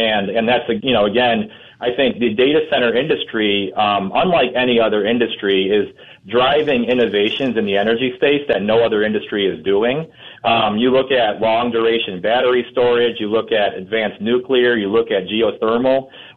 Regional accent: Chicago, Illinois, United States; accent: Chicago; That may be my Chicago accent

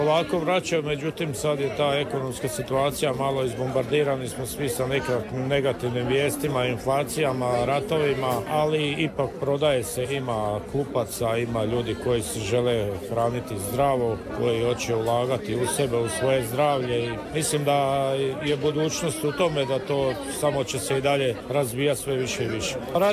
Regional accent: Koritna, Osijek-Baranja County, Croatia

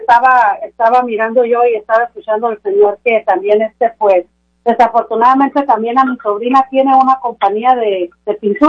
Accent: Sinaloa, Mexico; now in Washington, United States; Sinaloa, así hablamos nosotros.

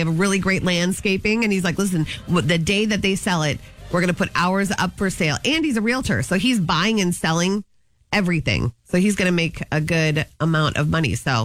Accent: Anoka, Minnesota, United States; my hometown of Anoka.

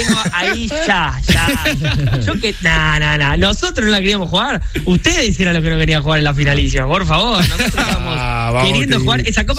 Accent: Argentina

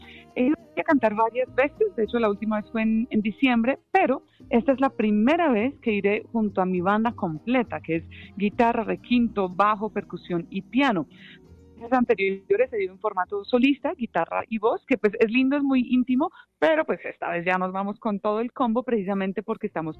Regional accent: Colombia; me remueve así las entrañas y me siento como más colombiana cuando escucho esa canción.

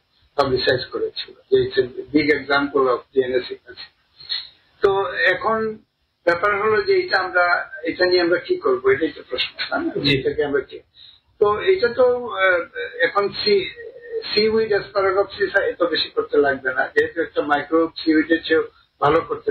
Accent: Bangladesh; আমি যেহেতু বাংলাদেশের মানুষ

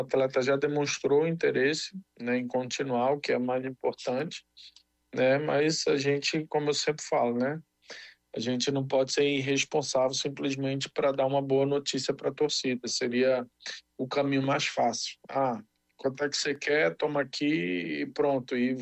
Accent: Pernambuco, Brazil; Eu, como pernambucano, né, como um torcedor do clube, né, e do futebol nordestino

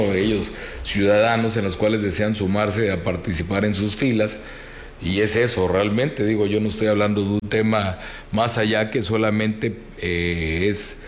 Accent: Mexico

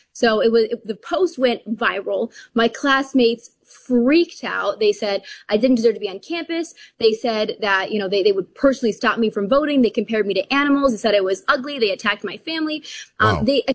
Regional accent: Wisconsin, United States; but it was in Chicago and I was from Wisconsin.

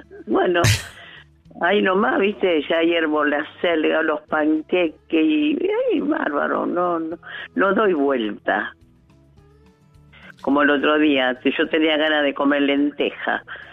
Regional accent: Chaco, Argentina; Mira, yo soy del Chaco, así que de Chaco, Formosa, Corrientes, todo hacen.

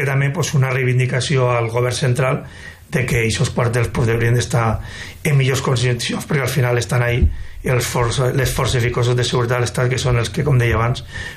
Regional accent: Vinaròs, Valencian Community, Spain; born there; Jo soc fill de Guàrdia Civil, vaig néixer en el quartel de Vinaròs, d'aquí, d'esta localitat. Tinc 47 anys

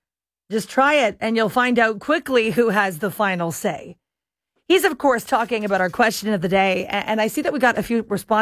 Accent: Oakville, Ontario, Canada; moved away; I'm originally from Oakville, Ontario, but it's not really my place.

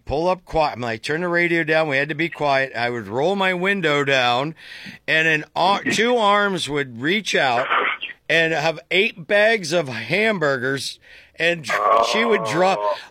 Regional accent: Dover, Ohio, United States; And in my hometown of Dover, right by 77, the previous caller, the McDonald's there

